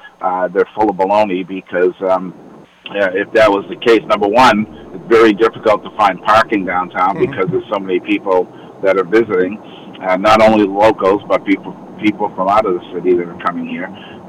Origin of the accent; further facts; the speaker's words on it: Manchester, New Hampshire, United States; Manchester's, you know, I've lived here all my life